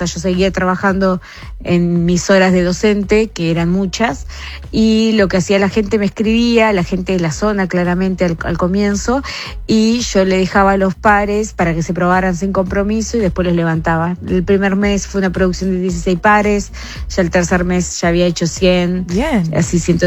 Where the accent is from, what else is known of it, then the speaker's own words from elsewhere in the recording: Cardona, Soriano, Uruguay; moved away as an adult; also born or lived in Nueva Helvecia; now in Playa Fomento, Uruguay; Soy de la Rañaga, que es un paraje rural, que está muy cerquita a Cardona, y bueno, yo fui a la escuela pública en Cardona, al liceo público de Cardona, así que bueno, de ahí es donde vengo.